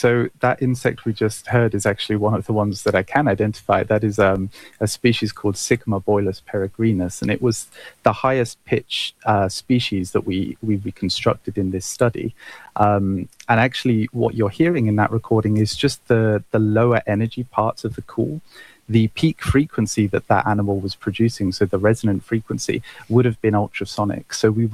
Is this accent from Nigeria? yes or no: no; United Kingdom; yeah, it is.